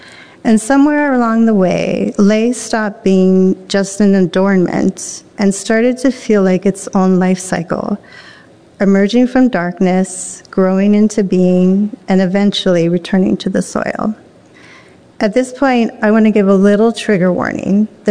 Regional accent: Waimea, Hawaii, United States; also born or lived in Maui; I was born on Maui. We lived in Haikou until I was 4, and then … decided to move to Hawaii Island. We packed everything up and headed for Waimea.

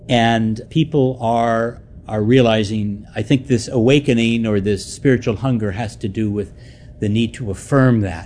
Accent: Sacramento, California, United States; I grew up in Sacramento, and … had all kinds of. We had family members also living in Sacramento, where I grew up.

